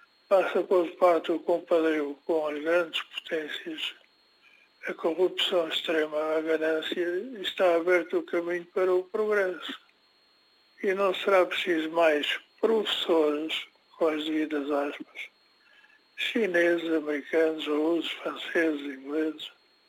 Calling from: Portugal; eu não sou africano, mas tenho a África no coração. Se não fosse português, gostaria de ser moçambicano.

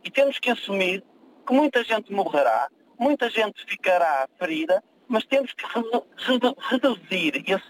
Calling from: Porto, Norte, Portugal

